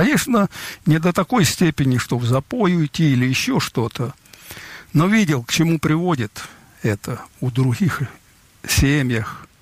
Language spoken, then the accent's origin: Russian; Ukraine; moved away; Я родом с Украины сам.